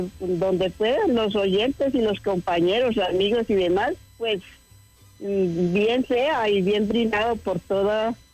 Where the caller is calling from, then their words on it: Tutazá, Boyacá, Colombia; de Cartavita, municipio de Tutasá.